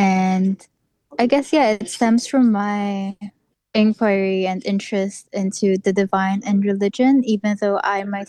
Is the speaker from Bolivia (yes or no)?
no; Philippines; now in New Zealand; my own upbringing in a Catholic country because I come from the Philippines.